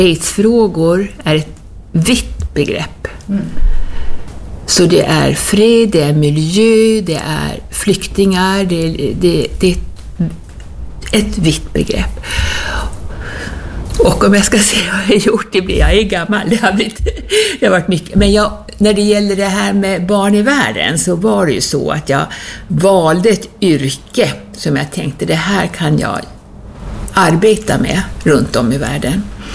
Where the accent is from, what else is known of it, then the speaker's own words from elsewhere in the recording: Fårö, Gotland, Sweden; och jag är född och uppvuxen här på Fårö. Men jag har alltid känt mig som Fårebo men också som världsmedborgare.